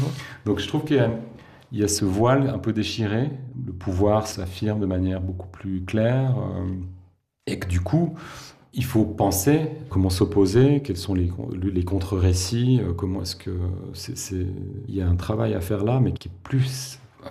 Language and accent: French; Switzerland; on est Suisse